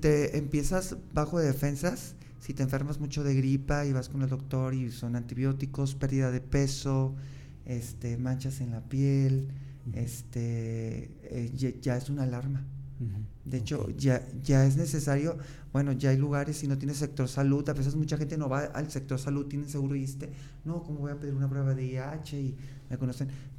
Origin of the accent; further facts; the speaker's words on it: Guadalajara, Jalisco, Mexico; yo no soy de aquí, yo soy de Guadalajara, entonces pues yo tenía otra mentalidad